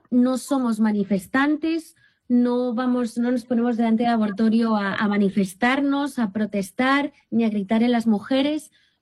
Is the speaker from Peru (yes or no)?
no; Tarragona, Catalonia, Spain; born there; moved away; el Señor me pidió que abriera la campaña en Tarragona, que es mi ciudad natal